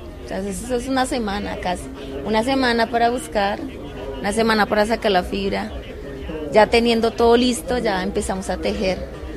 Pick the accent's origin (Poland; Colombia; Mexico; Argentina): Colombia; Amazonas; vengo del Amazonas, específicamente del resguardo indígena en Nazaret.